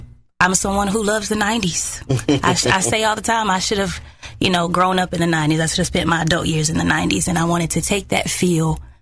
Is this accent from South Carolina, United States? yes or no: yes; Anderson, South Carolina, United States; also born or lived in Greenville, United States / Augusta, United States; I spent most of my years in Anderson and Greenville, South Carolina.